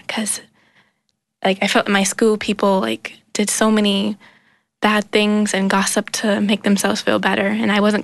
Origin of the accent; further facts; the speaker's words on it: Boston, Massachusetts, United States; I'm from Boston. I lived there a lot of my life.